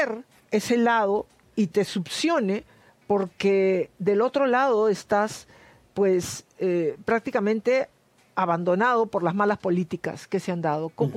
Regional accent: Peru; moved away; todos nuestros hermanos peruanos no tuvieran la necesidad de emigrar. Y te lo dice una persona que emigró.

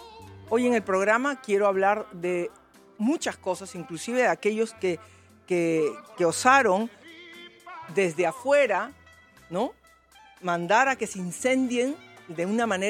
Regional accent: Peru; Finalmente, somos peruanos, pero tenemos mucho que trabajar

